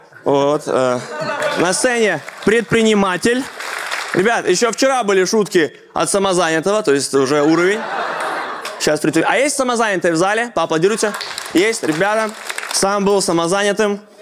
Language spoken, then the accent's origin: Russian; Belarus; now in Moscow, Russia; потому что я белорус.